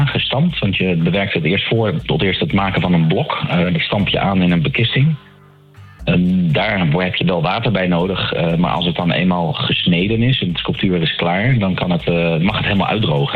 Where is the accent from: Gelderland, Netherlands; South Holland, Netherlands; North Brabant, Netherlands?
South Holland, Netherlands; The Hague; Jazeker, ik ben in Den Haag opgegroeid, nabij Scheveningen, en was daar vaak op strand te vinden.